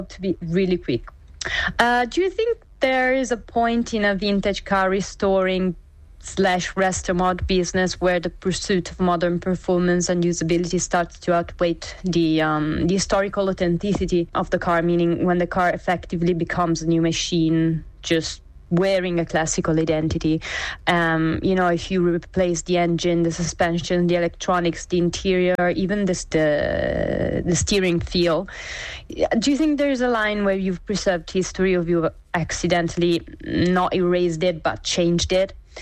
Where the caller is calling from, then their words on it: Milan, Lombardy, Italy; I'm calling from Milan, Italy.